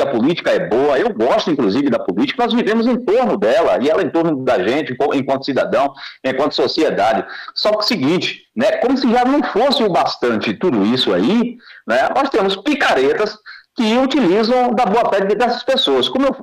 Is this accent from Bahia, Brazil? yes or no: yes; Camamu, Bahia, Brazil; also born or lived in Valença; Eu que sou da região do Baixo Sul, já trabalhei, atuei em rádio ali na região durante muito tempo, sou de Camamu, Valença ali, onde a gente também tem família, tem filho, residência, a gente conhece a realidade